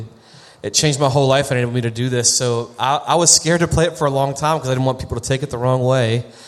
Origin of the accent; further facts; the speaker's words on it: West Virginia, United States; in my home state